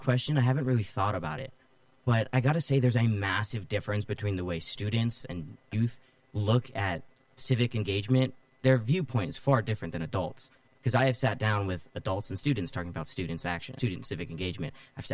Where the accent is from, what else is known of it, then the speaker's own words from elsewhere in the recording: Modesto, California, United States; A little hard to explain, because despite living in Modesto, I still went to school in Keys. And then I went to school in Turlock for a little bit as well during my high school years.